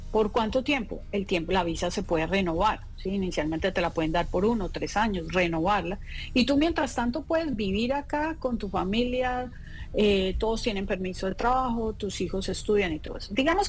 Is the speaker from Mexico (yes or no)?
no; Cartago, Valle del Cauca, Colombia; moved away as an adult; Esa fue la visa con la que yo soy inmigrante. ¿Ah, sí? Hace 30 años, soy de Cartago Valle.